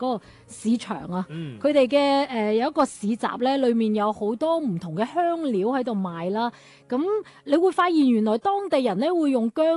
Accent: Guangzhou, Guangdong, China; 但系翻译成我哋广州话就叫干捞面。

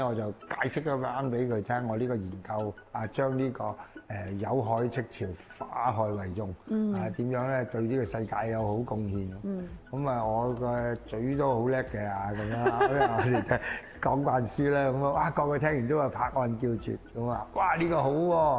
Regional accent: Foshan, Guangdong, China; 就翻我家鄉順德佛山區嘅佛山順德區裏面咧去搞呢件事咧

